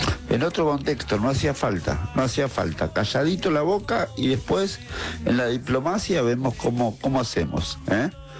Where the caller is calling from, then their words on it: Martínez, Buenos Aires Province, Argentina; de Martínez